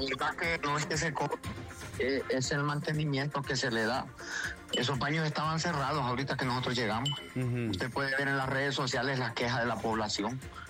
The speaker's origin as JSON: {"language": "Spanish", "country": "Honduras"}